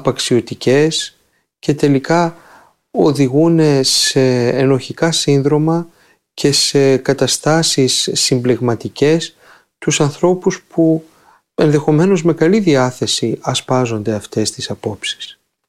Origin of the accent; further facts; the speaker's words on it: Greece; Ως Έλληνες